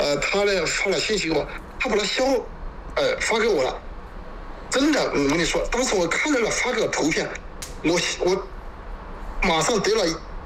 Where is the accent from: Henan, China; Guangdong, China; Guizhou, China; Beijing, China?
Guizhou, China; Yuping; 我是玉屏的，这只箫呢是我的先祖他们制作的，